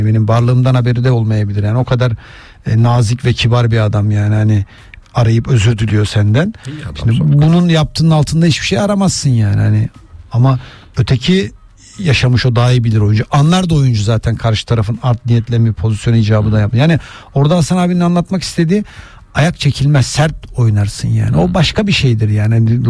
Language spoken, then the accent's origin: Turkish; Kavak, Samsun, Turkey; Benim Kavak'ta bir şey var. Orada oturuyorum. Doğma büyüme oralıyım.